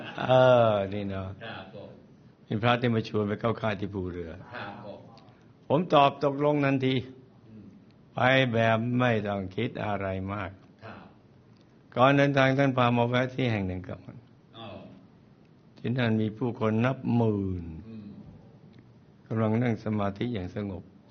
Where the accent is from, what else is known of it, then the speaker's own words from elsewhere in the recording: Nakhon Ratchasima, Thailand; าว่าครับผมเนี่ยเป็นคนโคราชบ้านเอง